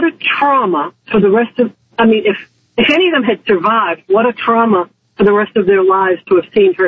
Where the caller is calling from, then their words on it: Massachusetts, United States; I'm from Massachusetts.